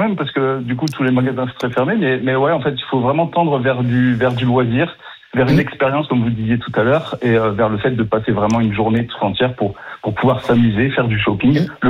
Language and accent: French; Calais, Hauts-de-France, France; born there; parce que on est voisins, puisque moi, je suis né à Calais, exactement.